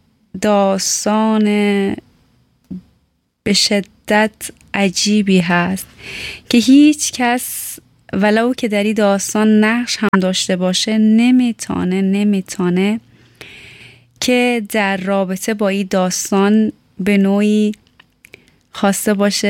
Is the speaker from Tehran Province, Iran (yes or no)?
yes; Tehran, Tehran Province, Iran; moved away; همیشه گفتم متولد ایران هستم، خود در کوچه پس کوچه های تهران میدیدم